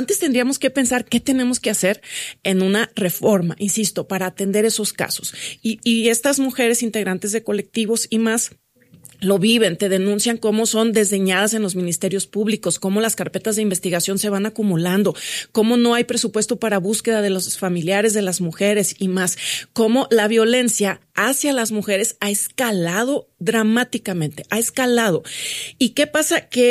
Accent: Mexico; como mujer, como mexicana, también me preocupa.

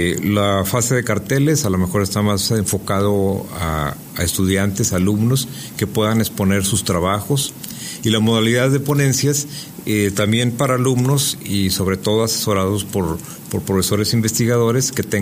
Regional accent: Durango, Mexico; now in Torreón, Mexico; A pesar de que soy duranguense, pues ahora vengo de visita, soy avecindado en, en la comarca lagunera, en Torreón

